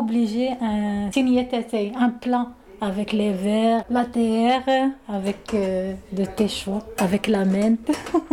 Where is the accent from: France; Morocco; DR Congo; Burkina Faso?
Morocco; French is a second language; now in Switzerland; Je suis une Marocaine, mariée à Gruyère, j'ai 3 enfants.